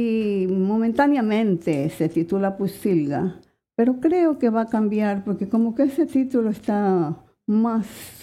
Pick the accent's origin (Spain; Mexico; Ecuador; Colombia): Ecuador; Guayaquil, Guayas; born there; Yo digo que nací en Guayaquil, pero realmente no nací en Guayaquil. Nací en el río Guayas. Mis padres estaban de visita en otra provincia y el parto la sorprende a mi madre en una lancha mientras atravesaban el río Guayas.